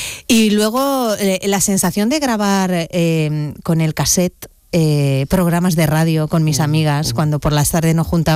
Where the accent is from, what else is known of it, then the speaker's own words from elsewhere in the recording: Valencia, Valencian Community, Spain; Tú sabes que yo me crié en Valencia. En Valencia la Semana Santa no se vive como en Andalucía, ni por asomo.